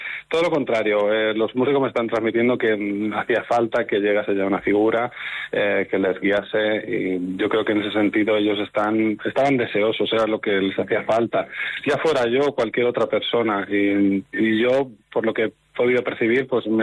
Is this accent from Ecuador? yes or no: no; Madridejos, Castilla-La Mancha, Spain; Castilla-La Mancha, que es mi tierra. Yo soy toledano, soy de una población que se llama Madridejos.